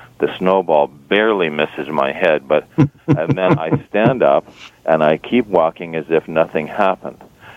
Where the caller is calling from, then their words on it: Toronto, Ontario, Canada